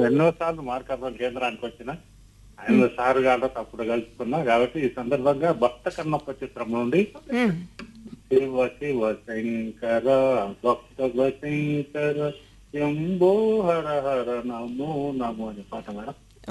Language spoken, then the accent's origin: Telugu; Andhra Pradesh, India; born there; మా అందులో మా ఊరు అక్కడనే కాబట్టి, వారిపేట మండలంలో మా ఊరు